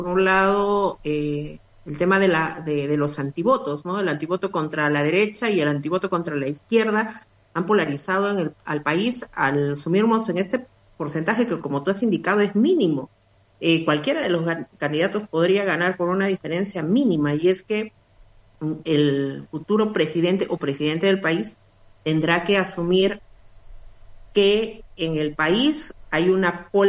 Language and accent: Spanish; Peru; lo único que esperamos como peruanos